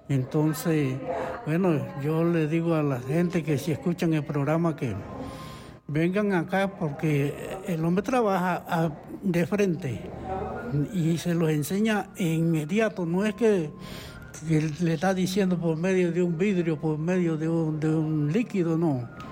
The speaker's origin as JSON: {"language": "Spanish", "town": "Arraiján", "region": "Panamá Oeste", "country": "Panama", "said": "Bueno, yo vengo de Arraiján."}